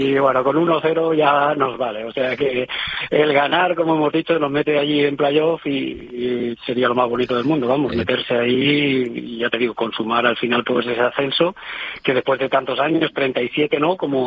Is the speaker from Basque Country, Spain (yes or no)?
no; Castellón, Valencian Community, Spain; born there; now in Málaga, Spain; cuando paso por Castellón y voy a mi pueblo